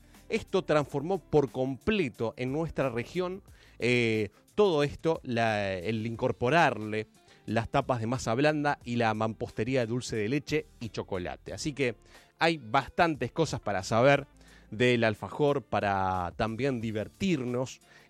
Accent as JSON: {"language": "Spanish", "country": "Argentina"}